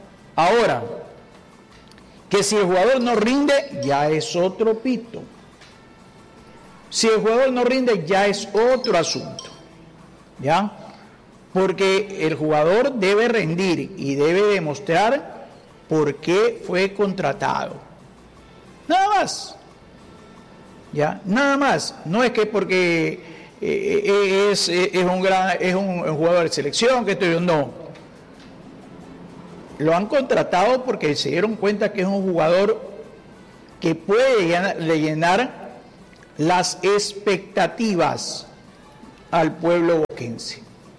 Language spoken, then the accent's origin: Spanish; Ecuador; esa negatividad que los propios, que nosotros mismos, como como ecuatorianos le estamos dando